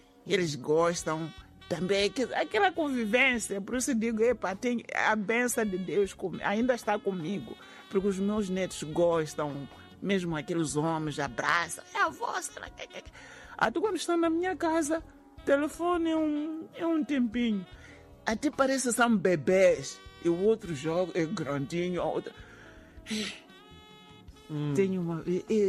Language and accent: Portuguese; Inhambane, Mozambique; now in Maputo, Mozambique; Eu não nasci aqui em Maputo, eu nasci em Inhambane. Eu faço aqueles pratos de lá típicos da minha terra.